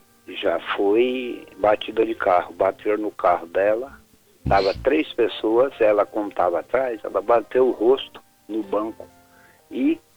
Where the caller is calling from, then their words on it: Brasília, Federal District, Brazil; eu falo aqui de Brasília